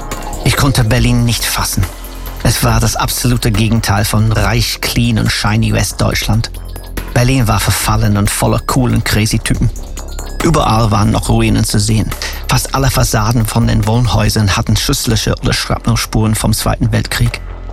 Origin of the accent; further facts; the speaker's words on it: Manchester, North West England, United Kingdom; Ich komme aus Manchester und arbeite seit vielen Jahren als Musiker und Musikproduzent.